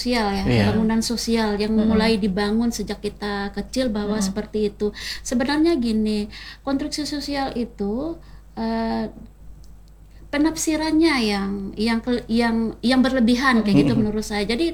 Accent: Central Kalimantan, Indonesia; saya sebagai orang Kalteng sendiri

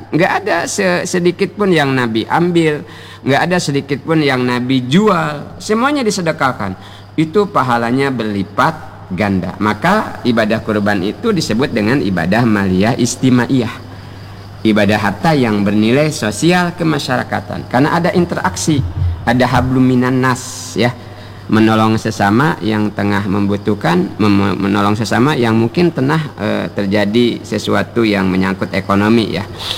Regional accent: Bangka Belitung Islands, Indonesia; Kata kita orang Bangka dak buruk sigung.

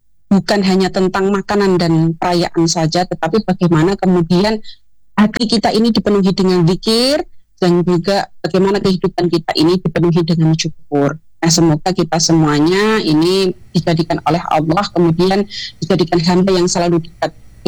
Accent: Sumatra, Indonesia; padahal saya ini orang Sumatera Mbak Satya

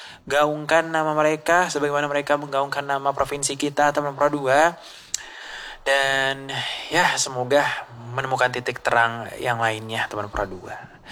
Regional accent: North Maluku, Indonesia; Kita sebagai orang Maluku Utara

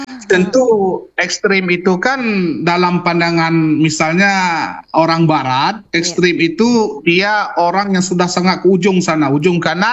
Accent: Aceh, Indonesia; kalau bahasa kita orang Aceh kurang enak badan aja.

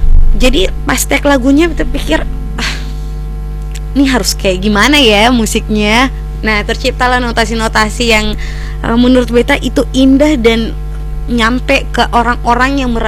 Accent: Maluku, Indonesia; kita orang Maluku

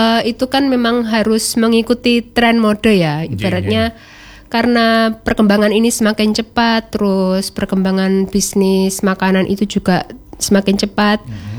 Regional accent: Blitar, East Java, Indonesia; now in Malang, Indonesia; di Blitar, di kota saya awal. Awal tinggal

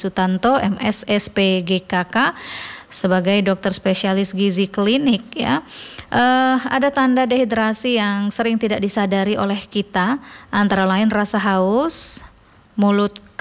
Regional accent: Tarakan, North Kalimantan, Indonesia; kita juga sebagai warga Kota Tarakan

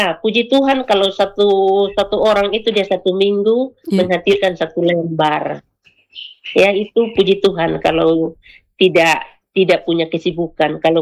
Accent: Amarasi, East Nusa Tenggara, Indonesia; Jadi itu adalah satu kebanggaan buat kami orang Amarati terlebih khususnya.

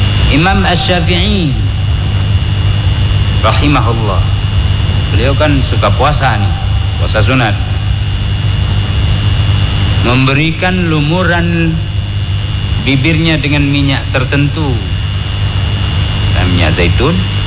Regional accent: Aceh, Indonesia; bahasa kita orang Aceh.

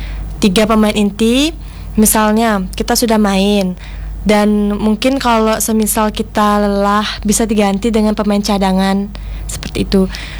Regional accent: Bali, Indonesia; perkenalkan … dari Desa Bulian.

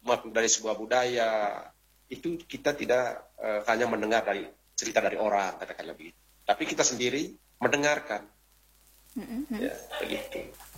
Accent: East Nusa Tenggara, Indonesia; apa istilahnya kita orang Manggarai ini

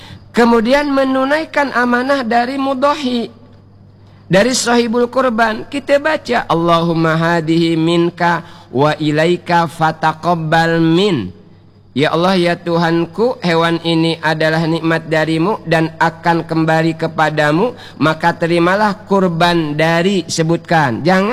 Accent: Bangka Belitung Islands, Indonesia; kata kita orang Bangka.

